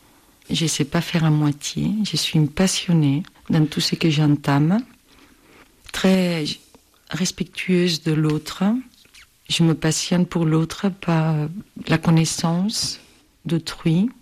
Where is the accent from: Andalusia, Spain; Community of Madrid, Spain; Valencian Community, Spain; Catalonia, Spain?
Catalonia, Spain; Barcelona; French is a second language; moved away as an adult; also born or lived in Canada; now in Dijon, France; je suis originaire de Barcelone, mais je me sens également très française et très dijonnaise.